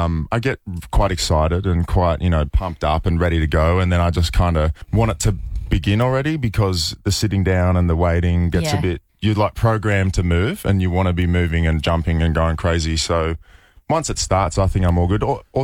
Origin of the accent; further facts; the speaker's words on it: Australia; As an Australian person, of course I know what it means, yes.